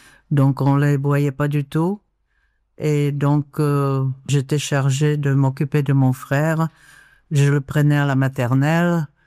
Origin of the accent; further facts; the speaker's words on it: Plzeň, Plzeň Region, Czechia; French is a second language; moved away as an adult; also born or lived in Prague / Rokycany; now in France; 1945 à Prague. Mais j'ai vécu également à Rokycany et à Pilsen, où j'ai fréquenté l'école primaire et les cours de piano.